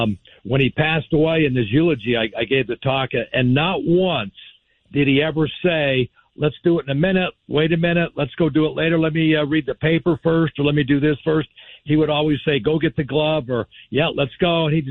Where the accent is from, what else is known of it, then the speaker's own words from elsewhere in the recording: Salt Lake City, Utah, United States; growing up in Salt Lake City